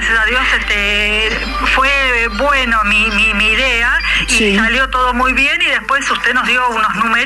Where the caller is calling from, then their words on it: Villa Bosch, Buenos Aires Province, Argentina; de Villa Bosch.